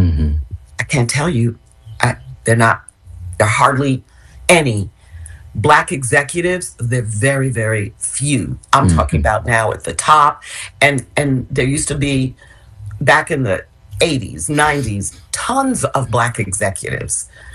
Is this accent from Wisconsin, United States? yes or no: no; New York City, New York, United States; I grew up in West Harlem